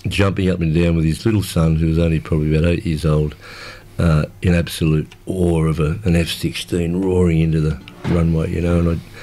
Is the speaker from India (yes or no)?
no; Newcastle, New South Wales, Australia; my hometown Newcastle